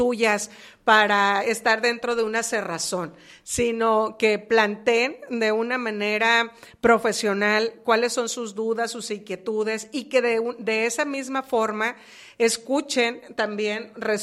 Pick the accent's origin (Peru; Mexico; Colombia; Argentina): Mexico; soy de ahí de Huira